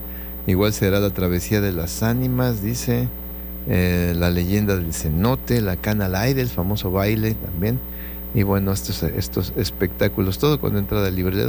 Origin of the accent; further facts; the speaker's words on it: Mexico; una de las fiestas que más nos identifican como mexicanos en el mundo